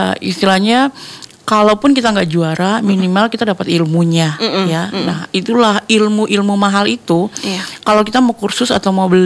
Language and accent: Indonesian; Papua, Indonesia; Dan waktu itu aku Papua, istilahnya Indonesia Timur, mm-hmm. satu-satunya, okay. yang bisa lolos